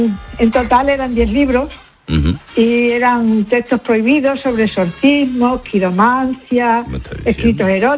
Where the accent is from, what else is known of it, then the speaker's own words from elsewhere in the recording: Barcarrota, Extremadura, Spain; pasó en una casa de mi pueblo, que es Barcarrota, en la provincia de Badajoz